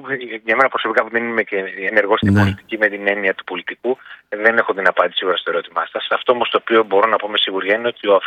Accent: Drama, Eastern Macedonia and Thrace, Greece; Εγώ είμαι από τη Δράμα

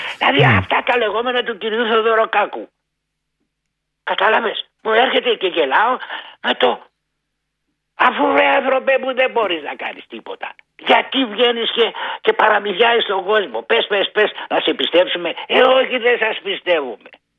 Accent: Greece; Εγώ είμαι Έλληνας φορολογούμενος

